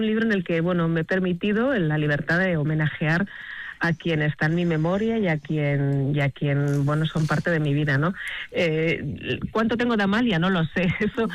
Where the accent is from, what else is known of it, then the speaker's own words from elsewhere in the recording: Pamplona, Navarre, Spain; now in Madrid, Spain; era gente que había salido de mi Navarra